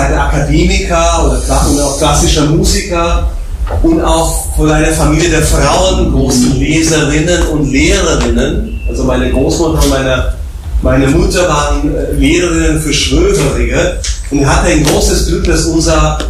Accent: Bratislava, Bratislava Region, Slovakia; first language Slovak; German is a second language; ich komme aus Bratislava, aus der Slowakei. Ich bin 49 Jahre jung oder alt, wenn man das so will.

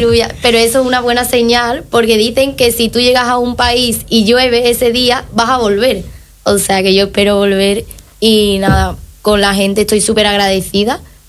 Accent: Seville, Andalusia, Spain; moved away as an adult; now in Argentina; Yo soy de Sevilla

